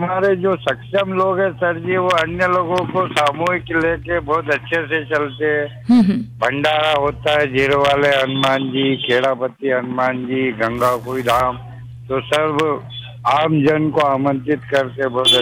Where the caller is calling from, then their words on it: Bagh, Madhya Pradesh, India; हमारे गांव का विश्व प्रसिद्ध एक बाग गुफा है सर जी।